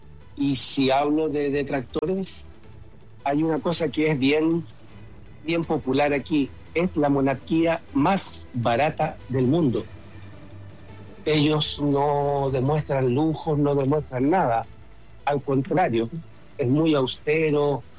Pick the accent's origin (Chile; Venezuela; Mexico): Chile; now in Norway; llevo fuera 50 años, pero de los 50 son 40 en Noruega.